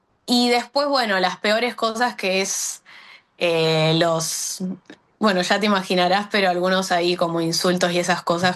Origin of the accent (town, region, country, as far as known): Argentina